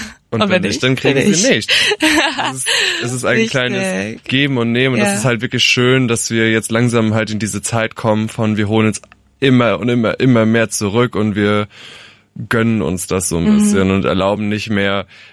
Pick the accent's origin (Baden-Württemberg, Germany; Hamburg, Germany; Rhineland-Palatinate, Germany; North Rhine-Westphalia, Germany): Rhineland-Palatinate, Germany; Nähe Alzey.